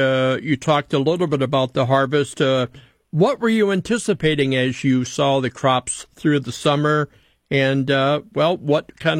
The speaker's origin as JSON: {"language": "English", "region": "Illinois", "country": "United States", "tie": "born or raised there", "said": "my home state of Illinois."}